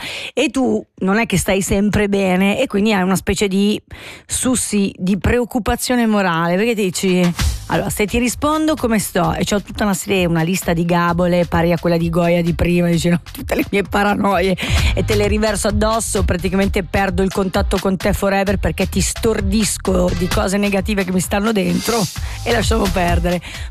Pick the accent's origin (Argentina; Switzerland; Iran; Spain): Switzerland; Biasca, Ticino; Io sono stata educata così da piccola, sono cresciuta a Biasca.